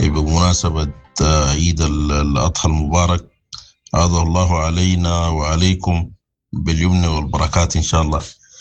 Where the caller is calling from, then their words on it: Sudan; بلادنا السودان